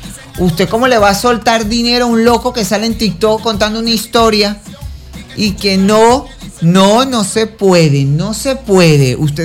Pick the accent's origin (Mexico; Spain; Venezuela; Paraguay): Venezuela